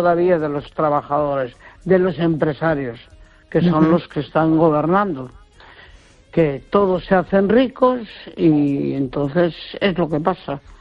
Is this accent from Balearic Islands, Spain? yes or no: no; Neda, Galicia, Spain; Hola, buenas noches, Esther.